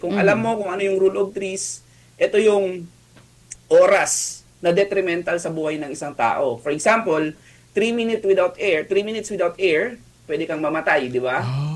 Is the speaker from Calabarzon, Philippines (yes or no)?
yes; Calabarzon, Philippines; Ako po, taga Batangas ako. Nasa Batangas po ako ngayon.